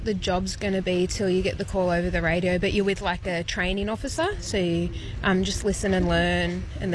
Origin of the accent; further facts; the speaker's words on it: Wellington, New South Wales, Australia; I grew up in Wellington